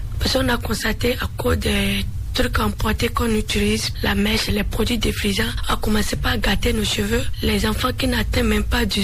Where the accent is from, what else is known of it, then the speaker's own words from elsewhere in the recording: Bariba, Benin; Chez nous, en Bariba, on dit pori pori.